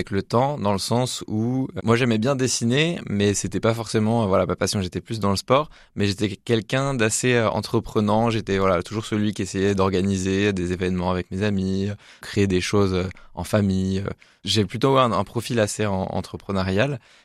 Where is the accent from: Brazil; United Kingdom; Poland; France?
France; born there; also born or lived in Nantes; moi, je suis originaire de Paris et de Poitiers.